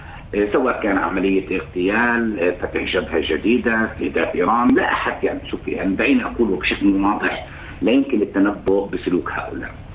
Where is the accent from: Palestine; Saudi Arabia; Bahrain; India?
Palestine